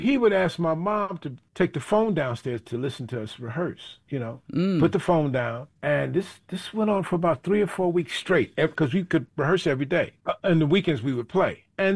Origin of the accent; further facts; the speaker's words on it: Chicago, Illinois, United States; I grew up in Chicago, of course.